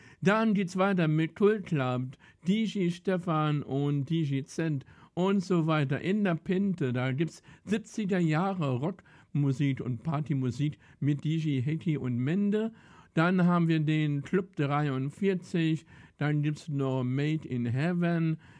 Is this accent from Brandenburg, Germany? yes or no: no; Hameln, Lower Saxony, Germany; Ich komme hier aus Hameln, aus der wunderschönen Rattenfängerstadt.